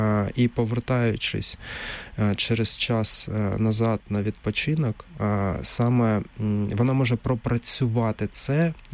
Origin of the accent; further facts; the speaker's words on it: Kharkiv, Kharkiv Oblast, Ukraine; Раніше, до повномасштабного вторгнення, наприклад, в Харкові, це моє рідне місто, і в моєму клубу, в клубі «Шарухань» було три дитячі секції.